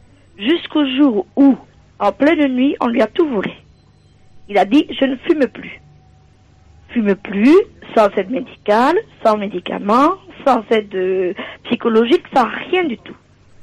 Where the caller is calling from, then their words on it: Centre-Val de Loire, France; de Florence, dans le Cher.